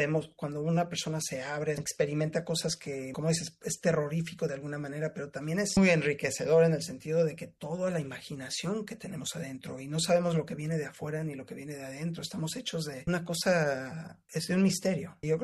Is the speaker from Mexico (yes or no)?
yes; Mexico; born there; nací en México